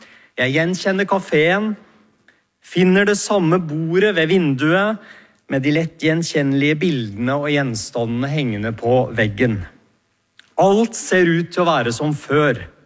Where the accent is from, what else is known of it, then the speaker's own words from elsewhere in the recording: Gjøvik, Innlandet, Norway; Da jeg vokste opp på Gjøvik, så handlet vi alltid på Nedre Bredli. Det var vår butikk. Det er bare et par hundre meter ned i gata fra der jeg bodde.